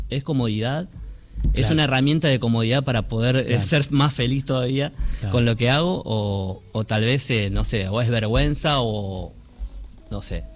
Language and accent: Spanish; Florencio Varela, Buenos Aires Province, Argentina; De donde yo vengo, que es Florencio Varela.